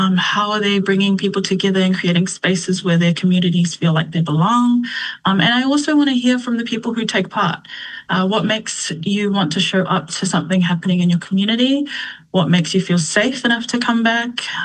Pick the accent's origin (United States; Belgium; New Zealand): New Zealand; born there; I am a second generation Aotearoa born Samoan. I am from the vill